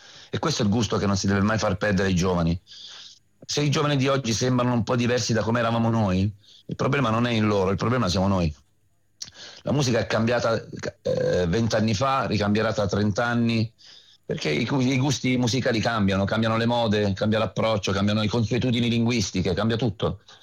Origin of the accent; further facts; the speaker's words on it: Abruzzo, Italy; moved away as an adult; also born or lived in Milan / Rome; Io sono orgogliosamente abruzzese, perché in questa regione, secondo me, c'è racchiusa non solo tanta bellezza, perché abbiamo sia il mare sia la montagna